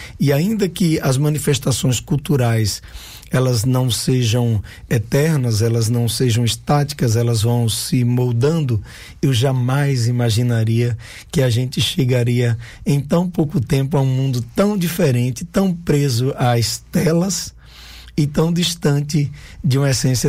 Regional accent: Barreiros, Pernambuco, Brazil; Eu fui criado em Barreiros, ali às margens do Rio Jacuípe, minha mãe lavando roupa e a gente brincando ali no rio, às vezes pescando, tomando banho, mas brincando ali no mato.

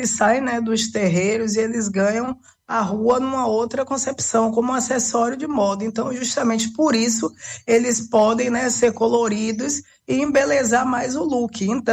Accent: Madalena, Ceará, Brazil; Então, eu venho de Madalena, filha de Dona Estelita, que era costureira

